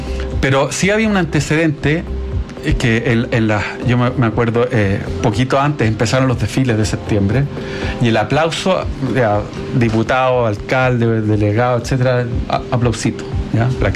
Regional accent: Calera de Tango, Santiago Metropolitan Region, Chile; Yo soy de Calera Tango.

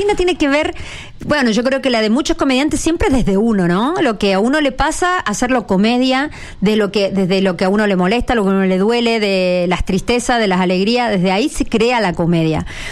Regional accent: Argentina; now in Chile; Y yo estoy acá y me dicen, no se te va el acento. Digo, yo no sé ahora cómo hablo, y soy chilena, yo soy argentina.

